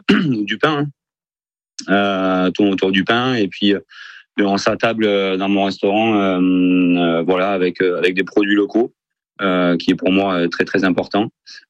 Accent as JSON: {"language": "French", "town": "Langon", "region": "Nouvelle-Aquitaine", "country": "France", "tie": "born or raised there", "said": "moi je suis originaire de Langon"}